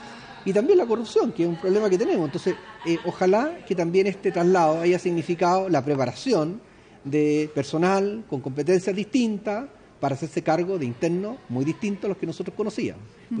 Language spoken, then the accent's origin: Spanish; Chile